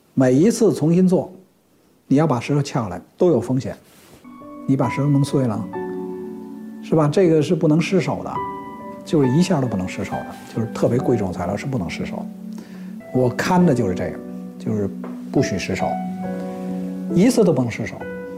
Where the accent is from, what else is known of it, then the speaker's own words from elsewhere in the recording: China; 就你不要说这设计是西方人就好，或者我们中国人就差